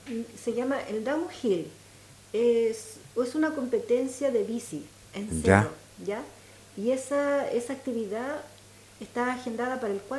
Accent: Chile; si nosotros como chilenos somos muy ingeniosos.

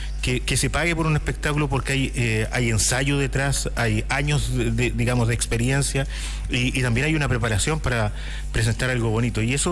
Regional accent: Angol, Araucanía, Chile; decir con orgullo, son de mi tierra, son de Angol.

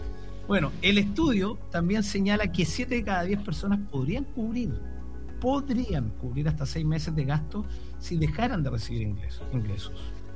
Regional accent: Chile; nosotros como chilenos

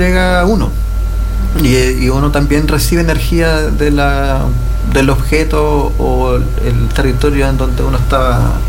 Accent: Chile

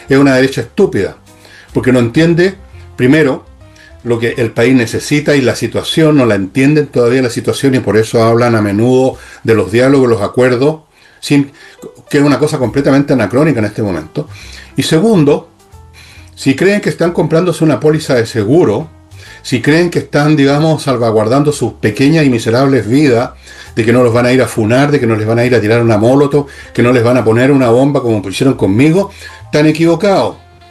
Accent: Chile; aquí somos serios, los chilenos somos serios, los políticos somos serios

